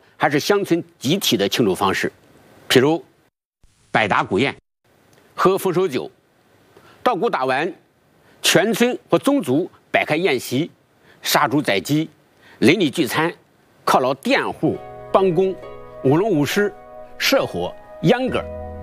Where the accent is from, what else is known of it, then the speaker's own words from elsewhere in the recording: China; 我们中国人